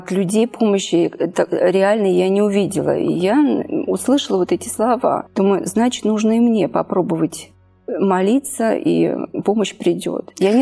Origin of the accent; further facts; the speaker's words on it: Semyonov, Nizhny Novgorod Oblast, Russia; born there; Я родилась в городе Семенове, Нижегородской области. И родители мои не были верующими.